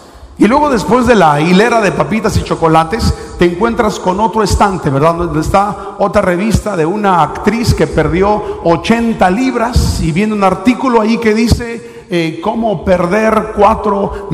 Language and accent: Spanish; Sonora, Mexico; moved away as an adult; now in United States; yo soy de Sonora y los burritos de Sonora pues son chiquitos